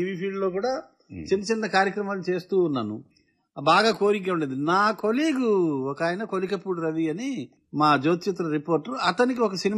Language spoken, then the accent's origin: Telugu; Berhampur, Odisha, India; moved away as an adult; also born or lived in Andhra Pradesh / Vizianagaram; now in Hyderabad, India; నేను తెలంగాణ వాడినా, 40 ఏళ్ల పై చిలుపు నేను తెలంగాణలో ఉన్నాను. పుట్టాను ఆంధ్రాలో, పెరిగింది ఒరిస్సాలో, నేను ఎక్కడ వాడినని. నేను భారతీయుడిని.